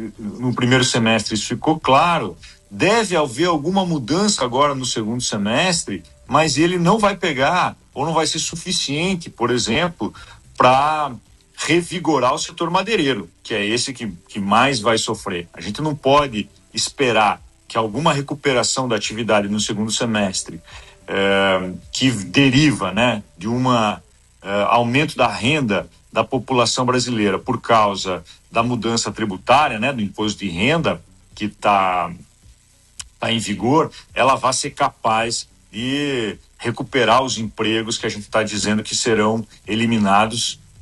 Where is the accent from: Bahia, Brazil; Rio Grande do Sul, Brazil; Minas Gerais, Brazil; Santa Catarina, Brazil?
Santa Catarina, Brazil; Joaçaba; Bom, eu sou de Joaçaba